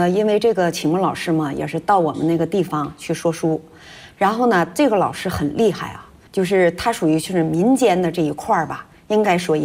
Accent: Wuchang, Heilongjiang, China; 我老家在黑龙江省五常市，兴盛乡辛家丛沟余家屯儿，

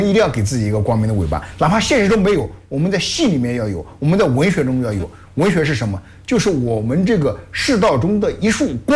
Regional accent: China; 作为一个中国人啊，作为一个但凡是一个中国人

